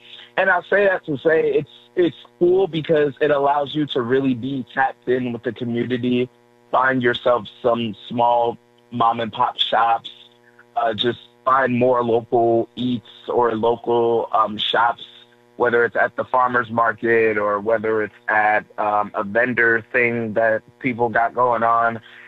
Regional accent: Chicago, Illinois, United States; now in Kansas City, United States; I'm from Chicago, by the way. I didn't realize burnt ends was a thing until I got here.

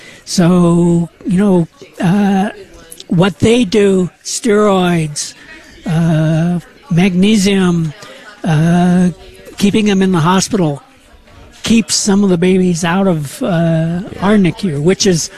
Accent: Wheeling, West Virginia, United States; also born or lived in Cleveland; And grew up in Wheeling and came to medical school here, did my residency, went down to Florida for subspecialty training

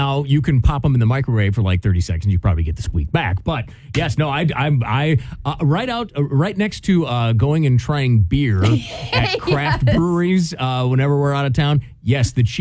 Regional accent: Wisconsin, United States; But growing up in Wisconsin, yes, that's a big deal there because, of course, there's dairy farms all over the place.

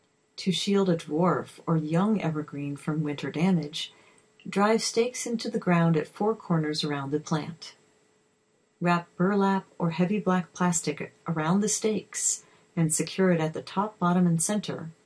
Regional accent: Hong Kong; moved away as an adult; now in California, United States; This was a serious issue for me after I moved to California from Hong Kong, where there are no yards at all.

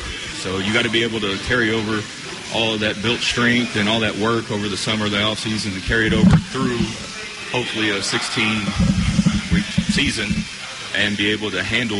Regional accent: Denison, Texas, United States; moved away as an adult; So I just thought if I could come back to my hometown

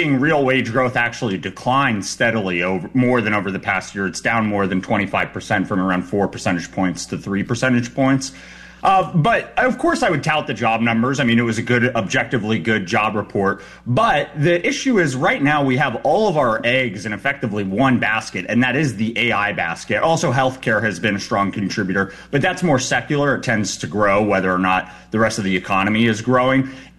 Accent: New Mexico, United States; my home state of New Mexico

